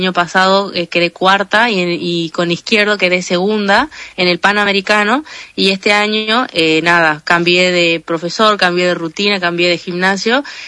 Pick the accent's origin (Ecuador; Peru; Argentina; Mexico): Argentina; northern Argentina; vos no tenés acento de Argentina, uh-huh, o no parecés argentina, y en realidad es porque soy norteña